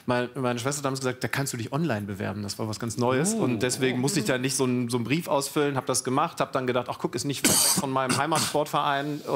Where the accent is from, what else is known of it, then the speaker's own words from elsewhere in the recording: Lower Saxony, Germany; Nee, jetzt bin ich ja in der Nähe von Wolfsburg groß geworden.